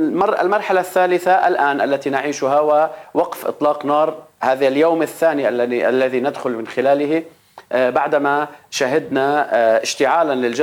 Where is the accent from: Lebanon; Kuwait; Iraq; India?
Lebanon; هذه المرة الثالثة بالمناسبة التي نحن كلبنانيين نعول على الجمهورية الإسلامية.